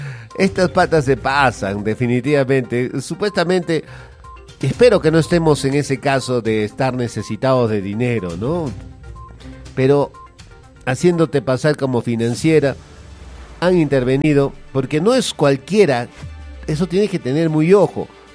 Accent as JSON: {"language": "Spanish", "town": "Huancayo", "region": "Junín", "country": "Peru", "said": "yo soy de Huancayo"}